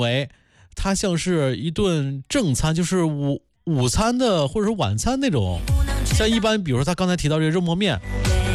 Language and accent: Chinese; Wu'an, Hebei, China; 我老家是邯郸武安的